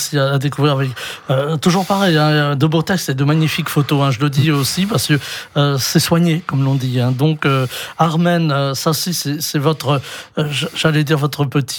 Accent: Brittany, France; chez nous en Bretagne.

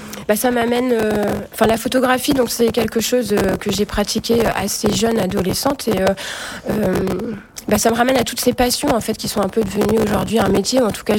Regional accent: Brittany, France; je suis une bretonne d'origine et née dans le milieu agricole, donc en campagne du côté de l'Orient. Et donc j'ai grandi entre deux femmes, entre deux lieux, et notamment très largement sur une ferme.

